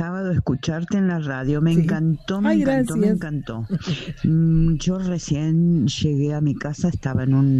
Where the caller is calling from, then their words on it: Mendoza, Argentina; de Mendoza.